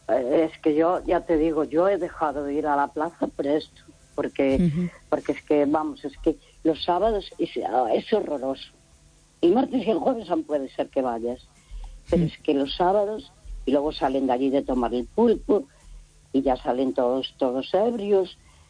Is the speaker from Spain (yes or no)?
yes; Santiago de Compostela, Galicia, Spain; yo soy de Santiago de toda la vida, mi abuelo sí. de Santiago, mi bisabuelo, mi, bueno, toda mi familia.